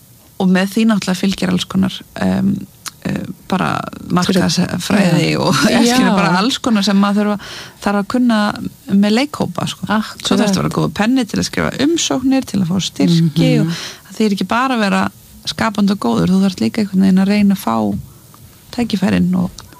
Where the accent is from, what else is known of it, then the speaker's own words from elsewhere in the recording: Mosfellsbær, Capital Region, Iceland; Já, ég elst upp í Mosfellsbæ með mömmu og, þarna, og eldri bróður mínum